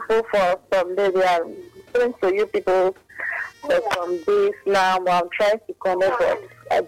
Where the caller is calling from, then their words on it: Calabar, Cross River, Nigeria; I'm calling from Calabar.